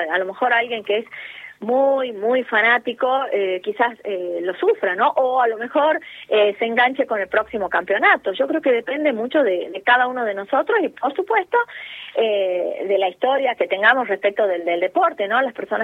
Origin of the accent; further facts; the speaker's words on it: Argentina; Pero sí, por supuesto, soy argentina y he visto los partidos con mi familia, con mis amigas, sí.